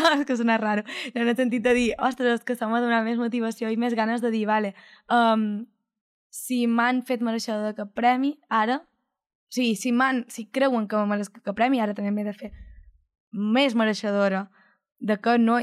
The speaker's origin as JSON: {"language": "Catalan", "town": "Ciutadella", "region": "Balearic Islands", "country": "Spain", "accent": "Menorcan", "first_language": "Catalan", "said": "si en Ciutadella som molt de Ciutadella, ja ho sabeu, som molt pesats, som molt xovinistes"}